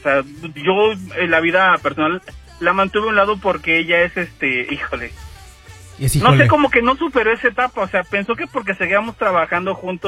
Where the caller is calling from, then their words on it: Mexico City, Mexico; Estoy exactamente en Calzada Legaria y Río San Joaquín.